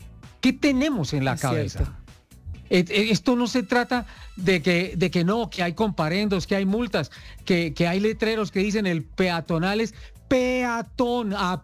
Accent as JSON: {"language": "Spanish", "country": "Colombia", "said": "que somos los colombianos"}